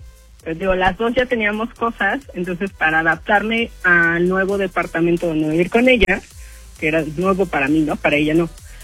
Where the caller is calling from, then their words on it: Mexico City, Mexico; Estoy en Ciudad de México